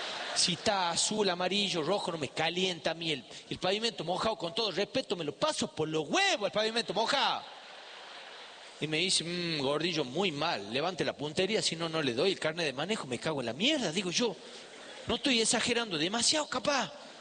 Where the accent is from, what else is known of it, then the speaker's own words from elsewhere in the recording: Famaillá, Tucumán, Argentina; igual me dieron el carnet de manejo en la dirección de tránsito de la municipalidad de Famaillá, en mi pueblo natal